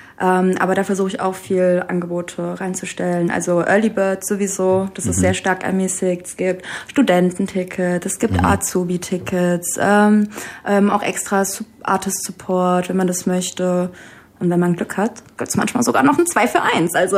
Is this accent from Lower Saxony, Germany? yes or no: no; Frankfurt, Hesse, Germany; Bin ja Frankfurter Mädel mit marokkanischen Wurzeln